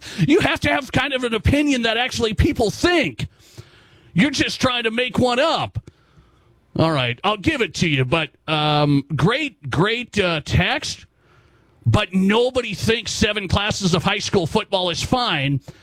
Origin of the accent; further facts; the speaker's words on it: Montana, United States; moved away; also born or lived in South Dakota; I come from Montana. I've lived in Montana and South Dakota, okay, fully.